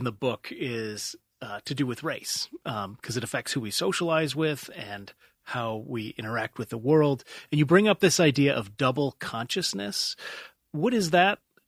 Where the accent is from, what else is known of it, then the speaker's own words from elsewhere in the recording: Dayton, Ohio, United States; The only time I was teased about my accent was when our Dayton, Ohio family visited cousins in the Chicago area, Homewood, Illinois.